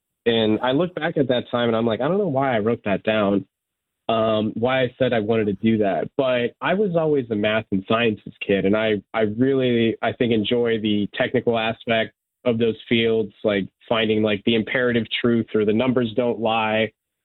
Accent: United States; Like, I grew up here in the United States, I, as far as, like, I mean, I knew I was, like, Serbian and, like, I guess I was, like, the foreign kid in a way

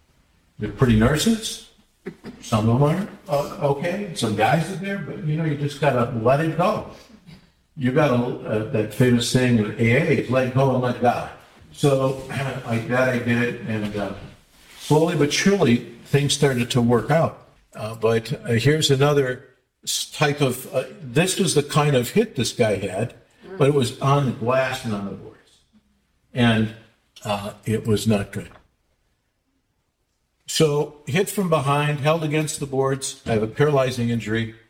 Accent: Detroit, Michigan, United States; I grew up in Detroit.

